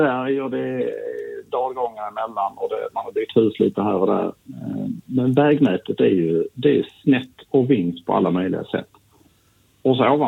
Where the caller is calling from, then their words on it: Västra Götaland County, Sweden; jag bor lite grann öster om stan då, längs E20.